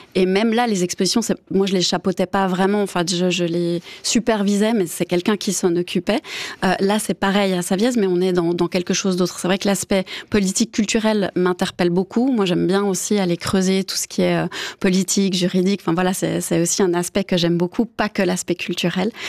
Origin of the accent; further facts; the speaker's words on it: Biel, Bern, Switzerland; Je viens quand même de Bienne.